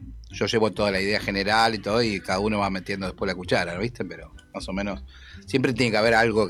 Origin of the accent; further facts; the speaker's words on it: Villa Celina, Buenos Aires Province, Argentina; moved away as an adult; now in Caseros, Argentina; Villa Celina, toda mi vida, hasta que me mudé hace 23 años a Caseros